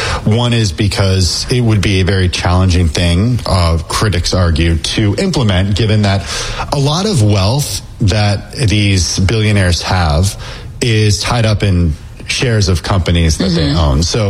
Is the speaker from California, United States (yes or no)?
yes; California, United States; Oh, I'm a Californian, yeah.